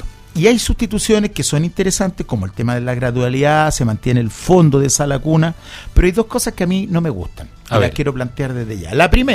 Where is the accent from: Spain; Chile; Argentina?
Chile